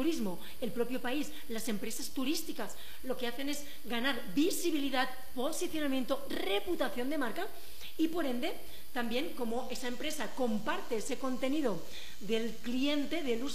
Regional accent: Spain; los foráneos como yo, que yo vengo de España, podamos disfrutar con muchísima más seguridad y llevarnos ese pedacito del Ecuador a nuestros países de origen.

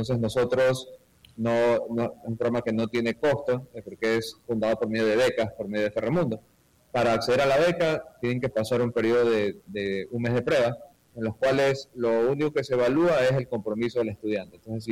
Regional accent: Guayaquil, Guayas, Ecuador; No, no, yo soy de Guayaquil, sí.

